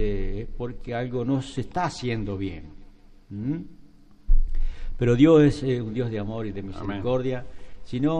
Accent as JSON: {"language": "Spanish", "town": "San Cristóbal", "region": "Santa Fe", "country": "Argentina", "tie": "born or raised there", "moved": "yes", "said": "en la parte norte de nuestra provincia, más ahí en San Cristóbal, donde yo soy nativo de ahí"}